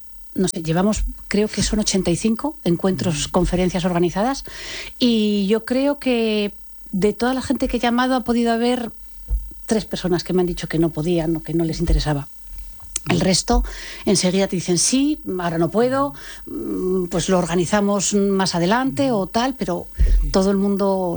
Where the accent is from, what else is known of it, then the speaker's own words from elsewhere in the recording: Oviedo, Asturias, Spain; moved away; Yo soy asturiana, es verdad que bueno, la vida me ha llevado a vivir en otros sitios, Pero bueno, Oviedo es mi ciudad